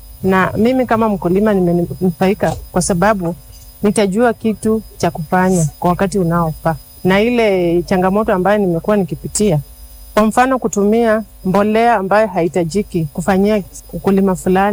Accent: Malava, Kakamega County, Kenya; kule kwetu sehemu za Malava

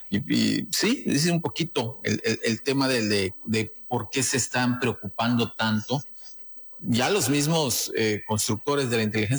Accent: Mexico

